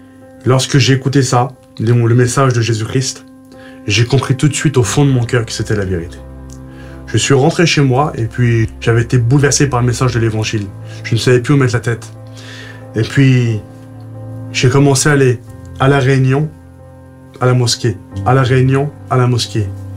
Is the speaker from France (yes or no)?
no; Algeria; Vous savez, c'est dur lorsqu'on est algérien, lorsqu'on est musulman, lorsqu'on rentre dans une église et qu'on souffre, d'écouter le message de l'évangile, c'est compliqué.